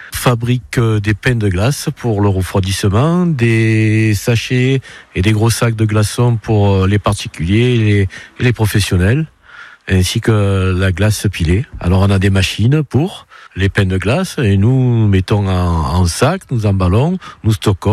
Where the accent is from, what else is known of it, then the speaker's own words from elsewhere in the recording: Marseille, Provence-Alpes-Côte d'Azur, France; Alors je suis Marseillais de pure souche, j'ai vécu 22 ans à Marseille, puis après je suis parti sur la Côte Bleue